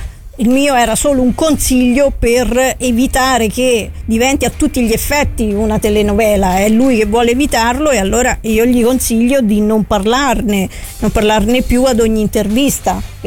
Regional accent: Umbria, Italy; moved away; io sono anche umbra, quindi a me la luce di Antonio arrivava anche quando ero in Umbria

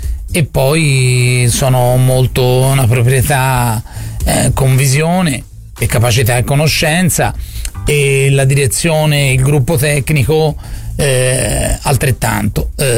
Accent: Florence, Tuscany, Italy; E da fiorentino

